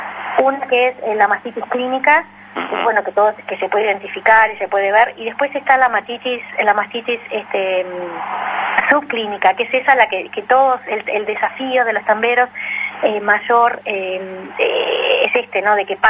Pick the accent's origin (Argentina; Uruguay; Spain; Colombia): Uruguay; born there; moved away as an adult; also born or lived in England; yo me crié en tambos porque … que fue uno de los fundadores de Conaprole, de Raigón, de San José. Siempre viví la realidad de los tambos